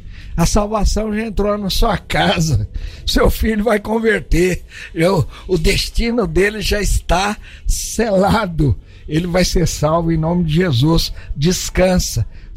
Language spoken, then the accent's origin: Portuguese; Jataí, Goiás, Brazil; born there; Um grande abraço para todos de Jataí, porque quem vos fala é um jataiense.